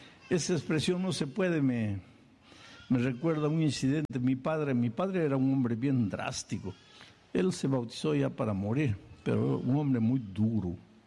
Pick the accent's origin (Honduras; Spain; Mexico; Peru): Peru; now in United States; yo soy peruano.